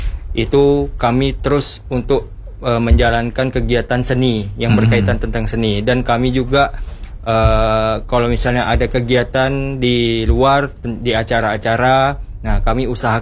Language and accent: Indonesian; Tanjung Pinang, Riau Islands, Indonesia; apalagi kita nih Melayu, kental dengan Melayunya.